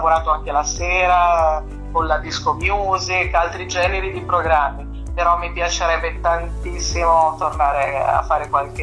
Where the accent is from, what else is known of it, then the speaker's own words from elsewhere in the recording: Treviso, Veneto, Italy; now in Milan, Italy; io sono una trevigiana o trevisana, come si dice doppia, sono a Milano